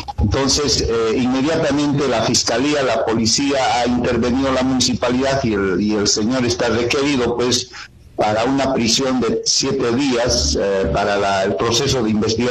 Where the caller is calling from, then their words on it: Cusco, Peru; Buenos días, señor Hernández, de la Convención ….